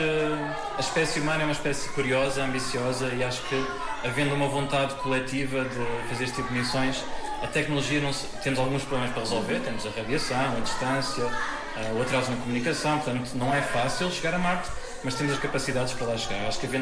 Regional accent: Lisbon, Portugal; eu sou de Lisboa, sou uma cidade relativamente grande, e lembro-me de passar o verão na aldeia dos meus avós, que se chama Boa Sam, perto de Figueira dos Vinhos.

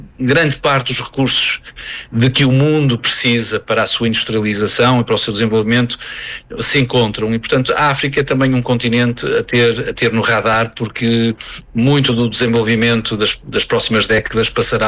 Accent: Santo Tirso, Norte, Portugal; Eu sou uma pessoa do Norte, sou de Santo Tirso

